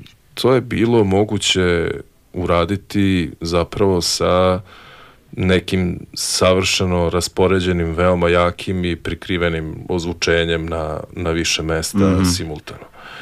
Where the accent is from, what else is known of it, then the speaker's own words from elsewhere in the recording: Belgrade, Serbia; born there; Pa da, mislim, rođen sam tu.